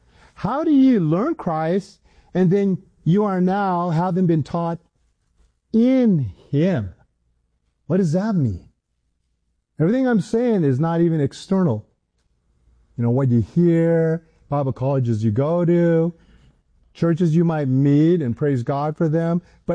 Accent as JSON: {"language": "English", "region": "Hawaii", "country": "United States", "tie": "born or raised there", "also_born_or_lived": "San Diego", "said": "I grew up in Hawaii. I was in Hawaii. And that's where I went to school."}